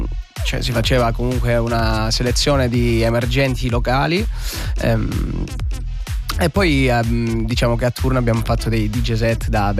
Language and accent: Italian; Calabria, Italy; moved away as an adult; now in Switzerland; prima di diciamo trasferirmi in Svizzera, io sono nato e cresciuto in Calabria.